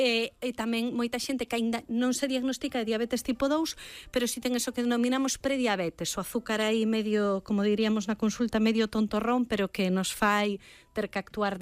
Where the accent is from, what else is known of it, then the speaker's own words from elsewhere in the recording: Galicia, Spain; Vou responder como moi galega.